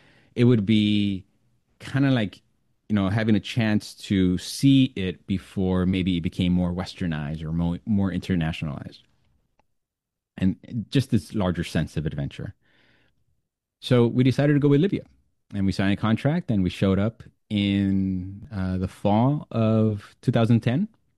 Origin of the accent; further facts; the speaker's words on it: United States; "Oh, I'm from the United States," they wouldn't believe me. They'd say, No. Originally, where are you from?" And I would have to say, like, "Oh, well, my family's from Mexico."